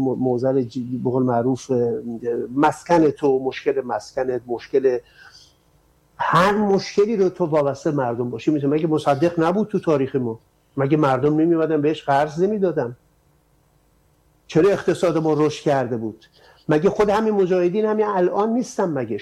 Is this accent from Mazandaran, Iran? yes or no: yes; Amol, Mazandaran, Iran; born there; من مال آمولم توی مازندران